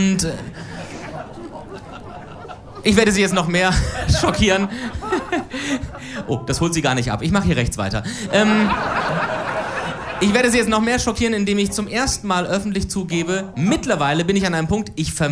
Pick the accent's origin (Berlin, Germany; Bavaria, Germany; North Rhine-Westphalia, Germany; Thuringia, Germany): North Rhine-Westphalia, Germany; Cologne; ich als Kölner zwar irgendwann in Köln leben werde